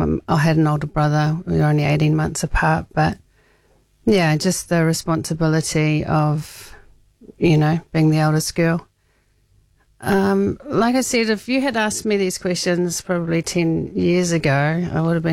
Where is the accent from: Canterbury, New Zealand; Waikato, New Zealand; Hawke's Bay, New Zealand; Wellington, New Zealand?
Hawke's Bay, New Zealand; Hastings; I was born in Hastings in the 1900s, which seems like such a long time ago. It was such a long time ago. And, yeah, grew up in Hastings.